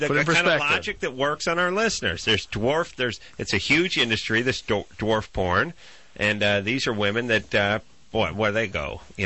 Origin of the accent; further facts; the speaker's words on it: Los Angeles, California, United States; I grew up a Rams fan. I grew up in Los Angeles, and they moved.